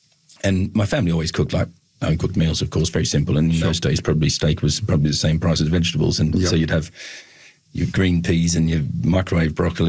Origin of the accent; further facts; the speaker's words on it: Williamtown, New South Wales, Australia; So I grew up there in Williamtown, quite a rural area, and probably typical of most Australian families